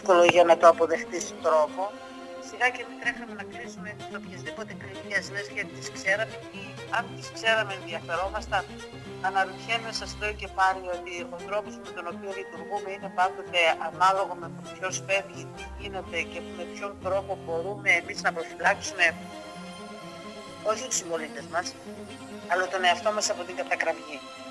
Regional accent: Florina, Western Macedonia, Greece; born there; Γιατί το κρύο εγώ τουλάχιστον δεν αντέχω, παρότι γεννήθηκα στη Φλόρα.

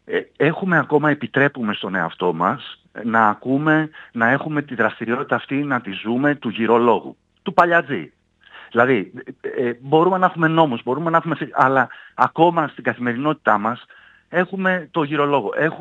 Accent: Greece; γιατί εμείς σαν Έλληνες

